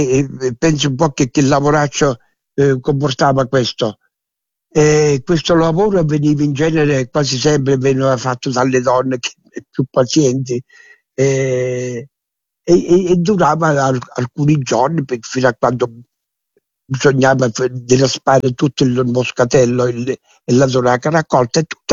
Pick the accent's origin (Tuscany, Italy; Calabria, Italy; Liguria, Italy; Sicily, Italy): Calabria, Italy; Saracena